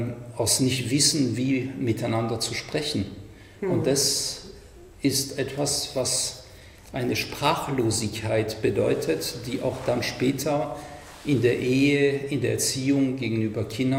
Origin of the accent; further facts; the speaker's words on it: France; ich komme aus Frankreich und in Frankreich gab es